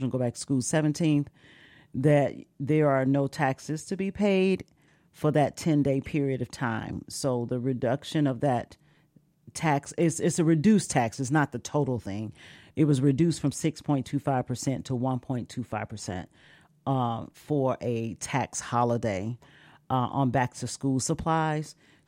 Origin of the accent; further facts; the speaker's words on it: East St. Louis, Illinois, United States; We're all from East St. Louis.